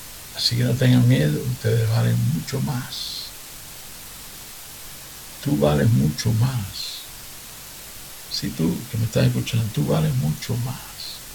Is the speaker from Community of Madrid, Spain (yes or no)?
no; Seville, Andalusia, Spain; moved away; aprendí en Sevilla cuando yo me estaba criando. Mi adolescencia fue en Sevilla, España.